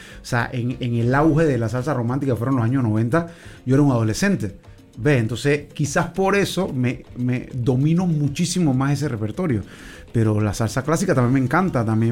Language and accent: Spanish; Panama; Entonces yo quiero decirle precisamente al mundo que soy de Panamá.